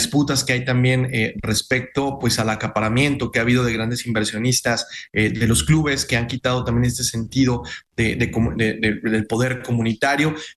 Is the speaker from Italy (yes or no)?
no; Mexico; este pretexto que tenemos precisamente para reflexionar nosotros como comunidad, como mexicanos.